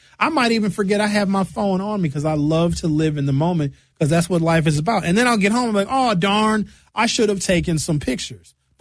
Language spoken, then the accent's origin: English; Brown Deer, Wisconsin, United States; I know people I grew up with in Brown Deer that went to prom, got married, have kids